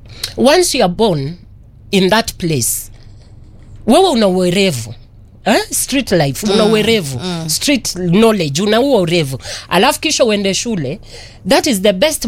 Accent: Nairobi, Kenya; born there; Mimi nimezaliwa kwa mtaa wa Eastlands, eh?

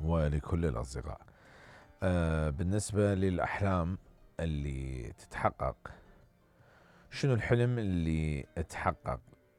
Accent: Iraq

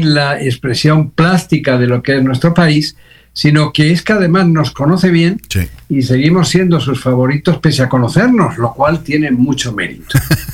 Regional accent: Mexico

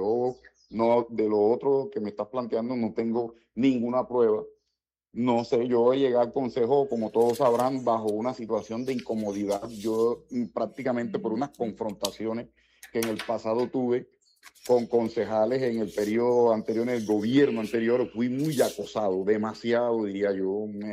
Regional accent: Cartagena, Bolívar, Colombia; yo soy cartagenero

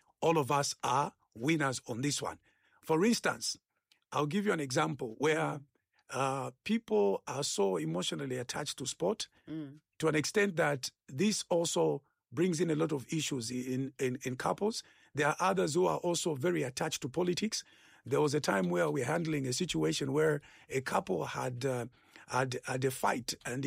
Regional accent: Zambia; the way I grew up in Zambia, and then I have a region where I come from. Mm. And you know, I come from northern from my father's side, and I come from northwestern from my mother's side.

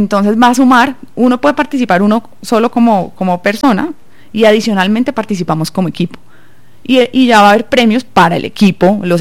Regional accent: Cali, Valle del Cauca, Colombia

